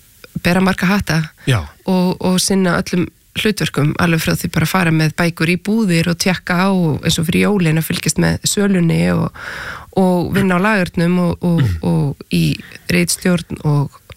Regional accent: Reykjavík, Capital Region, Iceland; also born or lived in Spain / Copenhagen; Já, ég borgabatn, ég bara ólst upp í Vesturbænum.

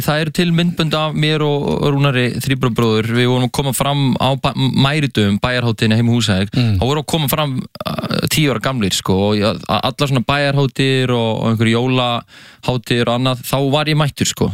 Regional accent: Húsavík, Northeastern Region, Iceland; Já, ég var alltaf ólst upp á Húsavík og var í Völsungi

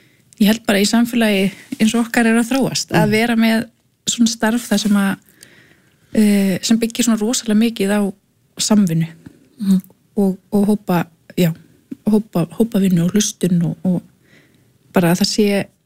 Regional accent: Ísafjörður, Westfjords, Iceland; við erum nokkur frá Ísafirði sem að förum í ungmennaráð Norbusang fyrir hönd Íslands

